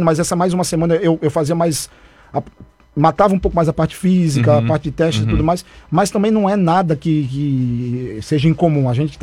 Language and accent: Portuguese; Recife, Pernambuco, Brazil; eu sou de Recife